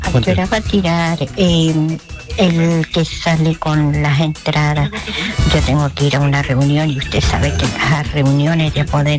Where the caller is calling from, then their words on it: Concepción, Biobío, Chile; Soy de Teniente Merino 2, de Concepción.